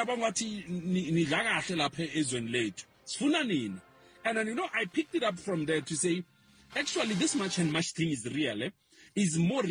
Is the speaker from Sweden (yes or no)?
no; Limpopo, South Africa; I'm like to them, I'm from Limpopo.